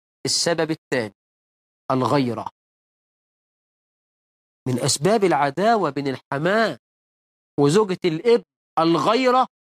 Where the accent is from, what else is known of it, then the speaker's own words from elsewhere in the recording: Egypt; ده مثل عندنا في مصر